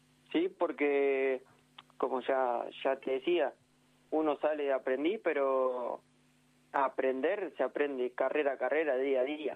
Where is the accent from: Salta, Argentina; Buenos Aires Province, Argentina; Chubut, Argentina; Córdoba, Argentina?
Buenos Aires Province, Argentina; Carmen de Areco; Sí. Tenemos buena gente y tenemos hoy en día gente que viene mucho a correr para este lado y nos deja bien parados.